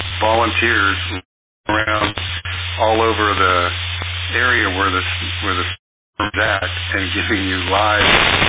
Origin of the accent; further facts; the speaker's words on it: Florida, United States; moved away; we're originally from Southeast Florida and been through a number of different storms over the years.